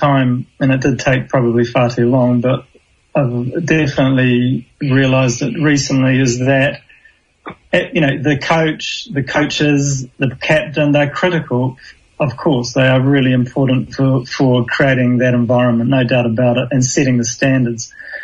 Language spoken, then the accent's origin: English; Southland, New Zealand; I'm from Southland